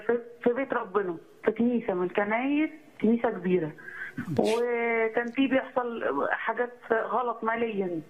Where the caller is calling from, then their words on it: Cairo, Cairo Governorate, Egypt; انا من القاهره. بنتكلم من القاهره.